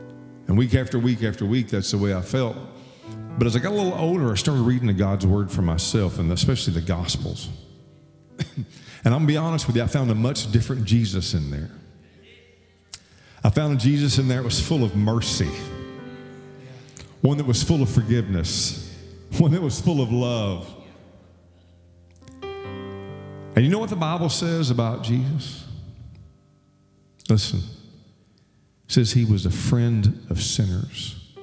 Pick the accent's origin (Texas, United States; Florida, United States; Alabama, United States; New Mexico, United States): Alabama, United States; I was raised in Alabama, and I know there's probably a lot of Alabama fans here tonight